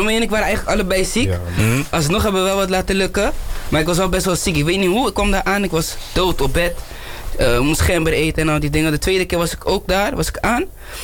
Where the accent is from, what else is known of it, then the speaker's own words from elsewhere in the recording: Rotterdam, South Holland, Netherlands; Je hebt mij, ik kom helemaal uit Roffa.